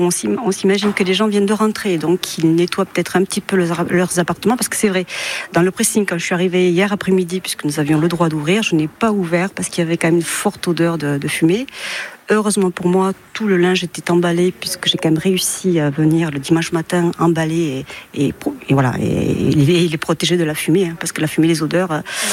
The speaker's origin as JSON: {"language": "French", "town": "Toulouse", "region": "Occitanie", "country": "France", "said": "Certainement, je suis toulousaine. Il faut que j'aille à Toulouse le fêter."}